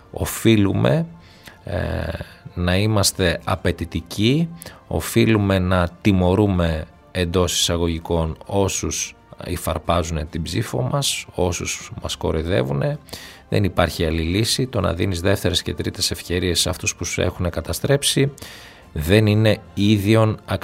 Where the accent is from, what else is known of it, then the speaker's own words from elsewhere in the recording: Greece; σαν Έλληνες